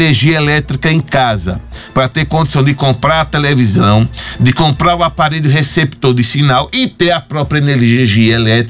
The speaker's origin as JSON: {"language": "Portuguese", "country": "Brazil", "said": "como brasileiro que gosta de política"}